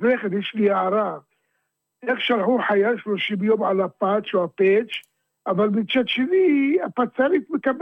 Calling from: Petah Tikva, Central District, Israel; אני בפתח תקווה.

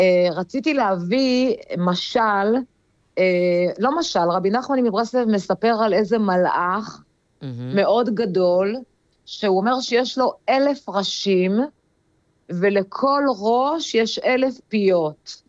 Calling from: Ukraine; מאוקראינה.

